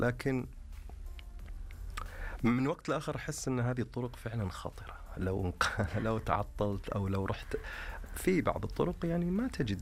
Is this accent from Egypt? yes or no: no; Saudi Arabia; في قصص كثيرة عندنا في السعودية